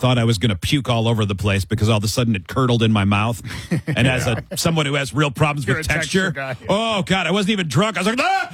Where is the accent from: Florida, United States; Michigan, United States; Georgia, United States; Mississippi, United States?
Michigan, United States; went back and visited my hometown in Northern Michigan for a day before Thanksgiving bar night.